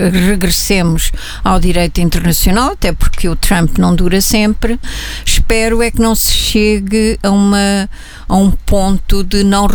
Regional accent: Portugal

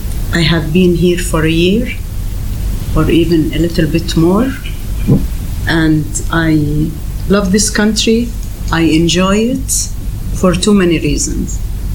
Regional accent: Jaffa, Tel Aviv District, Israel; I originally come from Jaffa. I am a refugee from Jaffa.

